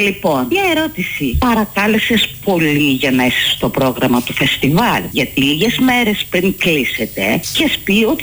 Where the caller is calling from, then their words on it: Glyfada, Attica, Greece; από τη Γλυφάδα.